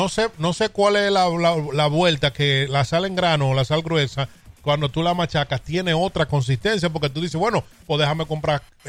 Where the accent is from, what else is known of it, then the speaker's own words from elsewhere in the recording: Licey al Medio, Santiago, Dominican Republic; born there; yo nací en una zona en Licey al Medio, en Las Palomas, donde se asaba mucho y se asa mucho cerdo para diciembre